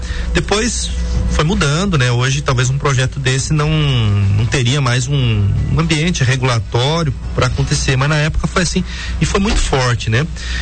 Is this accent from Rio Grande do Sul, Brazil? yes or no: no; Três Barras, Santa Catarina, Brazil; A Lambert era uma grande serraria americana que se instalou lá em Três Barras, que é a minha terra natal.